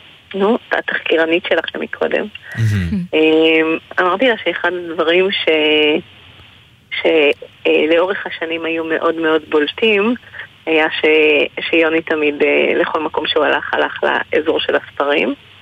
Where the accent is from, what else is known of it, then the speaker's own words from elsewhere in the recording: Modi'in, Central District, Israel; אני ממודיעין. נשואה. ארבעה ילדים, ברוך השם.